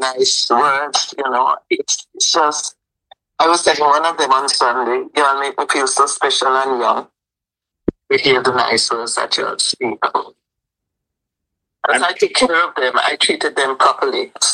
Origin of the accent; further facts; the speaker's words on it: Montserrat; moved away as an adult; also born or lived in Plymouth, Montserrat; Well, I was born in Dyer's. I grew up in this village. I went to school in Plymouth